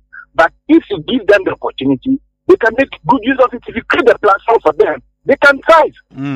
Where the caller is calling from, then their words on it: Houston, Texas, United States; I'm calling from